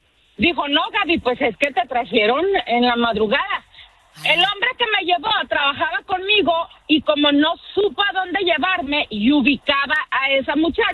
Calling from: Camargo, Chihuahua, Mexico; Yo soy de Chihuahua, de Camargo.

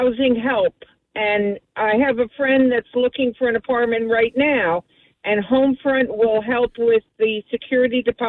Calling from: Trenton, New Jersey, United States; I am in Trenton, where I am living, and I am a senior citizen, 79

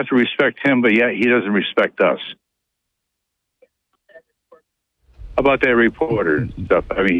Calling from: New York, United States; from the South Side.

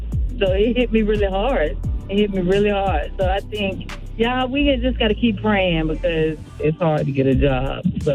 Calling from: Chesterfield, Virginia, United States; I'm calling from Chesterfield, Virginia.

